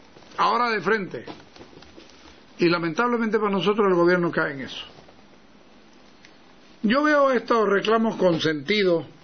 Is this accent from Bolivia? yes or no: yes; Santa Cruz, Bolivia; Yo soy cruceño